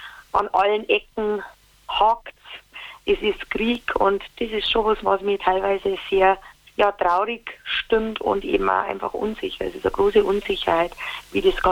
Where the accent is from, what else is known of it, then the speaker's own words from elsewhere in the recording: Bavaria, Germany; accent: Bavarian; Heimat und bayerischer Dialekt gehört für mich zusammen, weil Bayern und mein bayerischer Dialekt, das ist meine Heimat, das zeigt mir meine Wurzeln und im bayerischen Dialekt kann ich halt einfach auch so reden, wo sie mir gerade im Moment denke